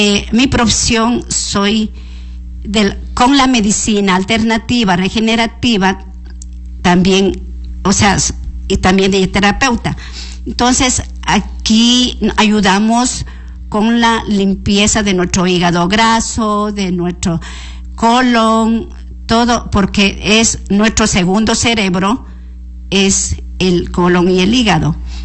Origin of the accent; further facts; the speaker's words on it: Cuenca, Azuay, Ecuador; Vengo de la ciudad de Cuenca y es un gustazo.